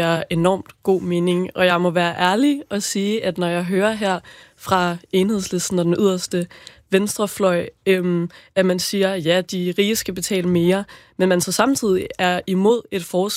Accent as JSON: {"language": "Danish", "town": "Aalborg", "region": "North Denmark Region", "country": "Denmark", "tie": "born or raised there", "moved": "yes", "said": "Jeg kommer selv fra Aalborg, hvor jeg gik i gymnasiet"}